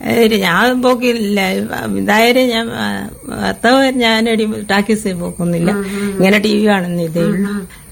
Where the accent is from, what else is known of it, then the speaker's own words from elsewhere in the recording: Kanhirode, Kerala, India; സ്വന്തം വീട് കാഞ്ഞിരോട്.